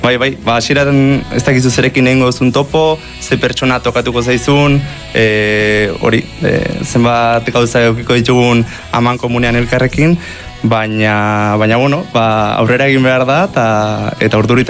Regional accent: Idiazabal, Basque Country, Spain; kasutan nire herrira etorri ziren, Idiazabalera

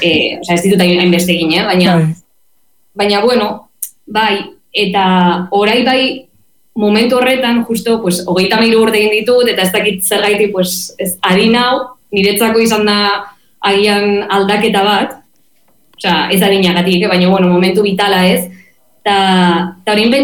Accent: Vitoria-Gasteiz, Basque Country, Spain; now in Barcelona, Spain; Bai, bai, Gasteiztarra naiz, baina duela mala urte etorri nintzen Bartzelonara ikastera.

